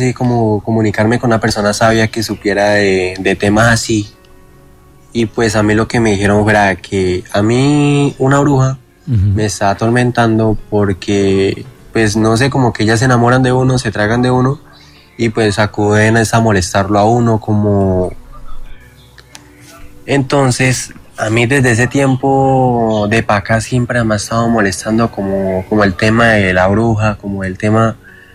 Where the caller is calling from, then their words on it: San Juan de Rioseco, Cundinamarca, Colombia; yo vivo en San Juan de Río Seco, con Dinamarca.